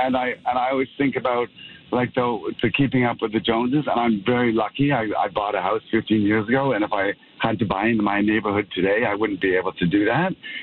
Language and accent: English; Amsterdam, North Holland, Netherlands; now in Toronto, Canada; I moved here 18 years ago from Amsterdam, and I came here as a little bit of a reluctant transplant.